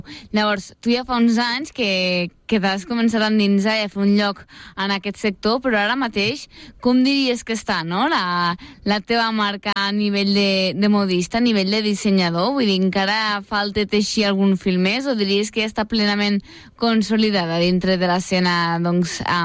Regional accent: Tàrrega, Catalonia, Spain; now in Sabadell, Spain; jo sóc de Tàrrega, per tant, endavant cap a Tàrrega, però també escombraré cap a la meva ciutat d'acollida, que és Sabadell

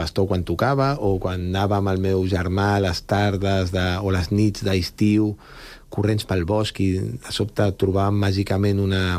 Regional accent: Sant Cugat del Vallès, Catalonia, Spain; Jo sóc fill de la Floresta i de Valldoreix

